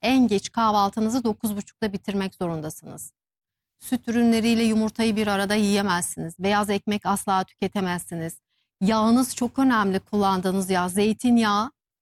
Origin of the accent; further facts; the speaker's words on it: Kahramanmaraş, Turkey; Vallahi Maraş'tan, Kahramanmaraşlıyım ben.